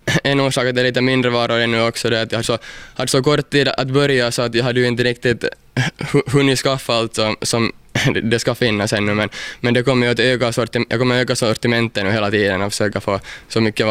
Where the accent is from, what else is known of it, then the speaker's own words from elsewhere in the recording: Southwest Finland, Finland; No, jag är nog hemma från Mielisholm och min faffa är faktiskt hemma här från Kirjais också.